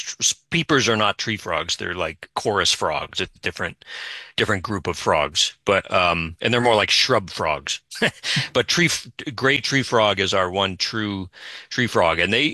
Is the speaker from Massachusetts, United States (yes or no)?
yes; Brockton, Massachusetts, United States; I know Easton. I'm from Brockton.